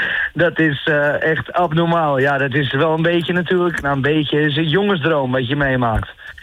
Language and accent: Dutch; Purmerend, North Holland, Netherlands; want ik kom zelf uit Purmerend.